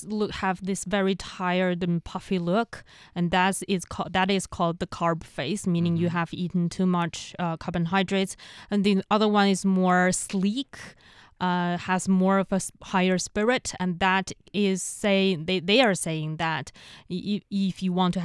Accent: Inner Mongolia, China; You know, I grew up in Inner Mongolia where we don't really have the habits of eating a lot of vegetables.

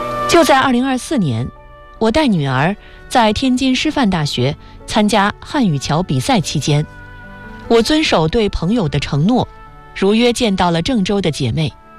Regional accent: Nepal; Chinese is a second language

